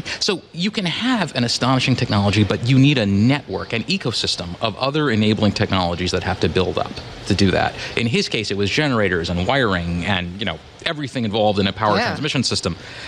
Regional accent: Rockville, Maryland, United States; born or raised there

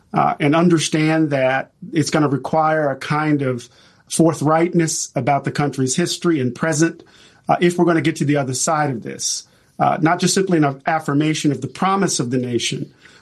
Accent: Moss Point, Mississippi, United States; I grew up in Mississippi. My dad was the second African-American hired at the post office in Pascagoula, Mississippi. He moved us to the other side of town in Moss Point

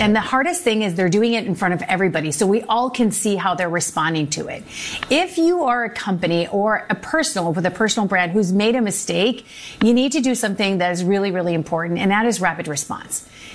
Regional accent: Minnesota, United States; my hometown Target from Minnesota

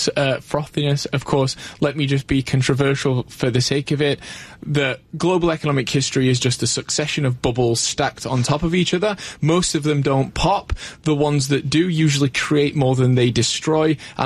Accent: Sheffield, Yorkshire and the Humber, United Kingdom; I'm from Sheffield, I'm a yes. northerner.

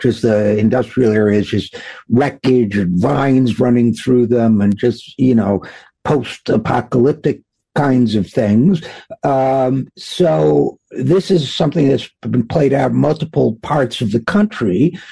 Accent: Utica, New York, United States; very similar to my hometown of Utica, New York, which when I was growing up there had a population, I think, about 110, 120,000, lost some textile mills.

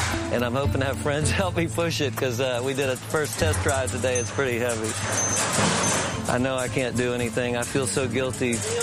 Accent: Houston, Texas, United States; And just growing up in Houston, you know, it's the fourth largest city.

